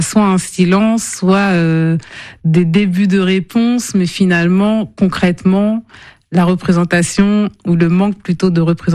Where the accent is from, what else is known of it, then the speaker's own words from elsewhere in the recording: Canteleu, Normandy, France; Mais comment ça, de Normandie, vous venez d'où? Je dis Rouen. Mais Rouen, enfin Canteleu, mais où? Près de Rouen. Donc en Normandie.